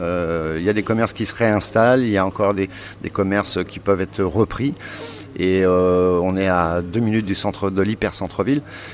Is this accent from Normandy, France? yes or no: yes; Rouen, Normandy, France; Et comme je suis natif de Rouen, j'ai choisi la Normandie.